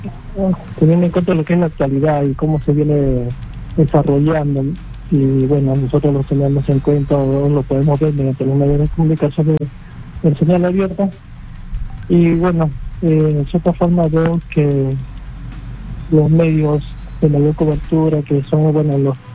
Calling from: Chincha Alta, Ica, Peru; Desde Chincha me llamo.

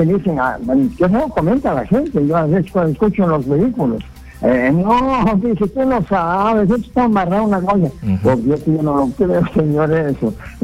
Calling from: Carabayllo, Lima, Peru; De acá de Caraballo

